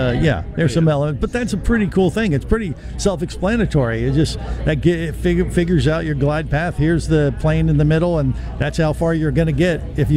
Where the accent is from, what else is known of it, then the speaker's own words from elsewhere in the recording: Ohio, United States; now in Florida, United States; I grew up in Ohio, not far from where you are.